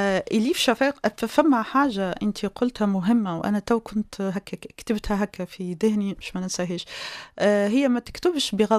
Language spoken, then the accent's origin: Arabic; Tunisia; بالنسبة لي أنا شخصيا المحيط اللي تربيت فيه واللي تربت فيه برشا زميلات، والحمد لله عندي سنوات من الحياة في تونس